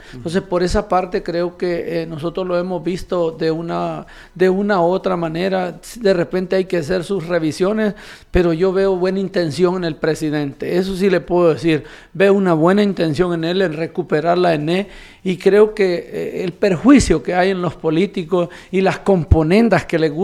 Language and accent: Spanish; Honduras; deberíamos de verlo como hondureños